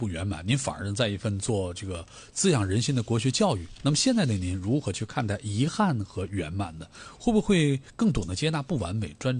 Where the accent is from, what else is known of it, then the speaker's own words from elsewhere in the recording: China; 我们身为中国人啊